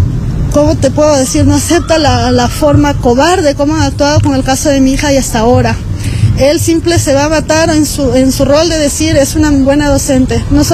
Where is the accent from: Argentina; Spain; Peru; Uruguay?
Peru; Yapa, Cajamarca; Vengo de la provincia de San Miguel, exactamente del distrito de Yapa.